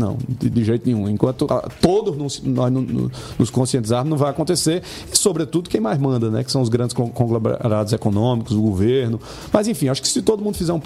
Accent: Sousa, Paraíba, Brazil; born there; um candidato de Sousa, que é a minha terra

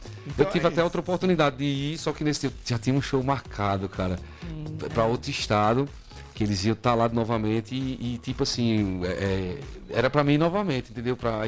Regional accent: Paraíba, Brazil; sou forrozeiro, sou nordestino, sou paraibano.

